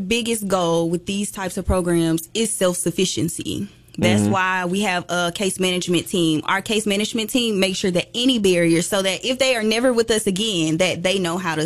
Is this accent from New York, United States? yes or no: no; Dixons Mills, Alabama, United States; So I grew up in Dixon Mills, Alabama.